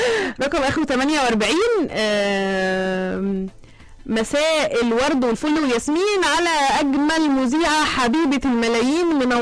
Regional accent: Monufia Governorate, Egypt; انا من المنوفيه.

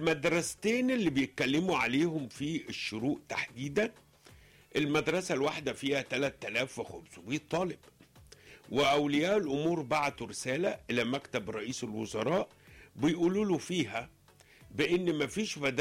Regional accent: Egypt; إحنا كأسرة مصرية

